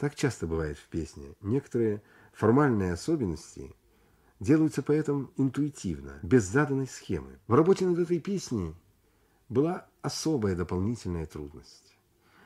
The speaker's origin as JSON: {"language": "Russian", "town": "Rybinsk", "region": "Yaroslavl Oblast", "country": "Russia", "tie": "born there", "said": "Я родился на Волге, в Рыбинске. Много раз бывал в Волгограде, Саратове."}